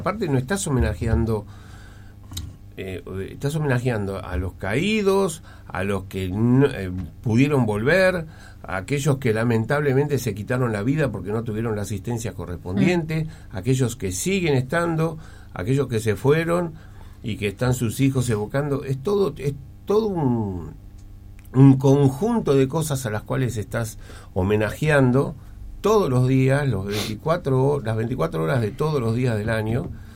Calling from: Argentina; lo digo como argentino y aparte como persona que ha estado en el conflicto

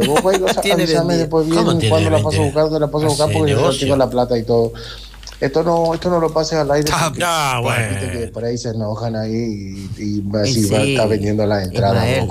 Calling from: Capiatá, Central, Paraguay; del Paraguay de Capieta.

